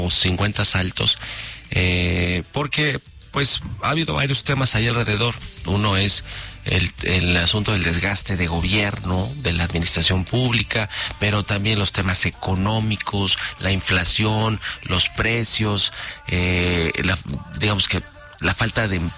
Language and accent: Spanish; Mexico; todos la defendemos porque pues somos mexicanos y eso dice nuestro himno y nuestra constitución.